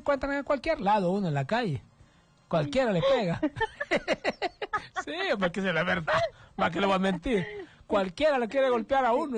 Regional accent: Honduras; Para que vea que soy catracho.

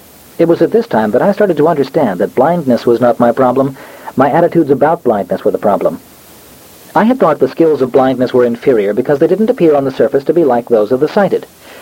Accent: Cheltenham, Pennsylvania, United States; I grew up in Cheltenham, Pennsylvania, a suburb of Philadelphia.

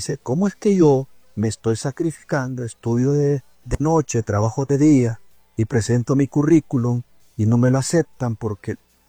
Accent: Honduras; quiénes somos los hondureños

